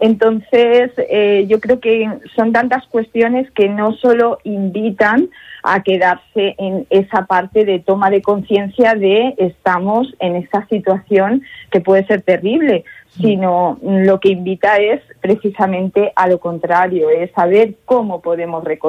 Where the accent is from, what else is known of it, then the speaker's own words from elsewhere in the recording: Buenasbodas, Castilla-La Mancha, Spain; realmente es el territorio mío originario, es decir, yo soy de Buenas Bodas, natural de Buenas Bodas de La Jara